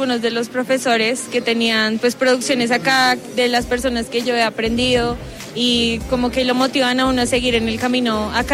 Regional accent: Sibundoy, Putumayo, Colombia; moved away as an adult; also born or lived in Tumaco; now in Bogotá, Colombia; Ella está en Sibundoy Putumayo, que es mi pueblo donde yo vivo.

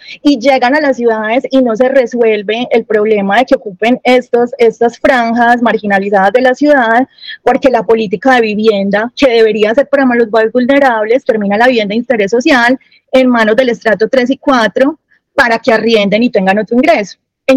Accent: Colombia

